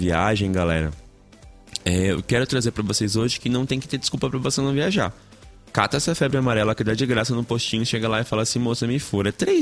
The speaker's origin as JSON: {"language": "Portuguese", "country": "Brazil", "said": "A gente é brasileiro, gente."}